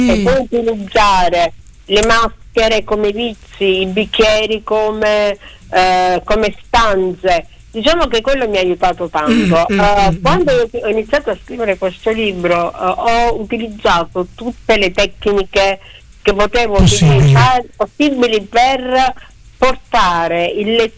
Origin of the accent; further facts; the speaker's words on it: Sicily, Italy; Io sono siciliana, vengo da una tradizione familiare molto, sai